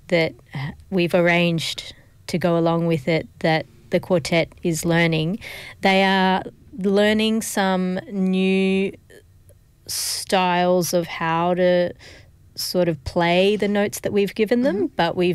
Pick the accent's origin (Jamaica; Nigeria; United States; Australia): Australia; South Australia; It's funny when I say my culture, because I'm Aussie too. Like, I was born in the Adelaide Hills. I grew up. I went to Blackwood High School. Like, it was, I'm a very Aussie Adelaide girl.